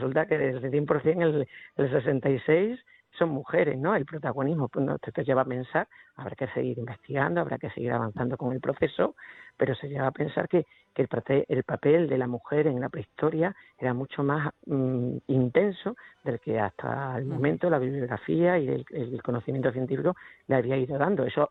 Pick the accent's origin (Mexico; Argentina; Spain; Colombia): Spain; Extremadura; que está en el Alentejo portugués, que es casi tanto o más calor que el que hace en mi tierra aquí